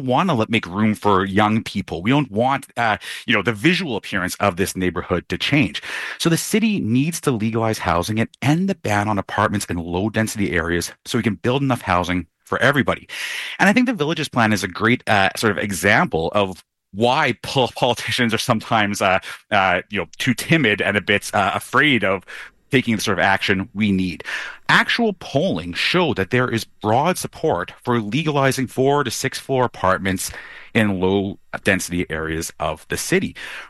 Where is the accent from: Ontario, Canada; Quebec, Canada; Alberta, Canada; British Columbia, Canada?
British Columbia, Canada; Vancouver; Look, I grew up in Vancouver. I'm in my mid-40s now